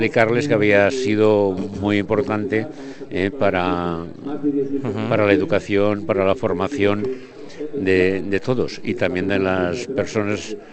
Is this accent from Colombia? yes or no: no; Peralta de la Sal, Aragon, Spain; now in Madrid, Spain; tan cerquita de Peralta de la Sal, de mi pueblo